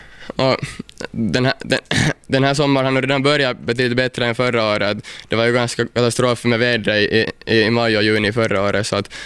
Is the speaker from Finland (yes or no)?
yes; Pargas, Southwest Finland, Finland; Jag är nog hemma från Mielisholm och min farfar är faktiskt hemma här från Kirjais också. Så att jag är nog hela min släkt härifrån regionen, när regionen och Pargas.